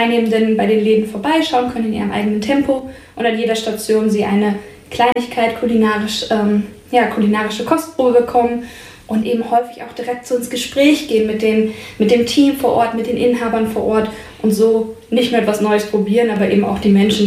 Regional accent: Braunschweig, Lower Saxony, Germany; ich bin 31 Jahre alt, gebürtige Braunschweigerin, also hier auch aufgewachsen und wohne jetzt auch wieder hier.

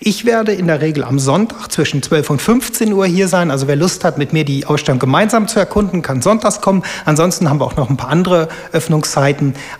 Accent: Wolfsburg, Lower Saxony, Germany; Ich komme aus Wolfsburg, bin auch ein Wolfsburger Künstler, wohne in Fallersleben und lebe und arbeite hier.

